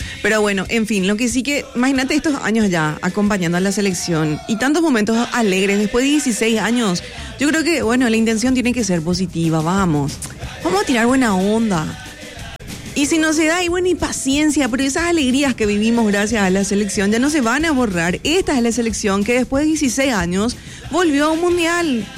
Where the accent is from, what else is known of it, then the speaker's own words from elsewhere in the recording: Paraguay; disfrutar de este momento como paraguayos